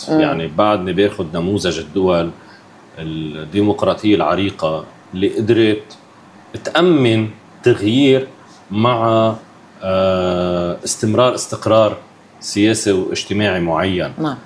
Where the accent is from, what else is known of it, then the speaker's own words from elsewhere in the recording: Lebanon; نحن كلبنانيين